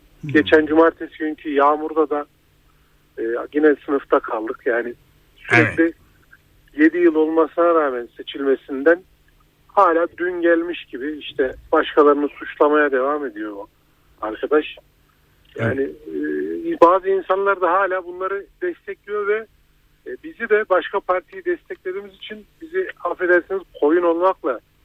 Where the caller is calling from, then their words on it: Ankara, Turkey; Ankara'dan arıyorum.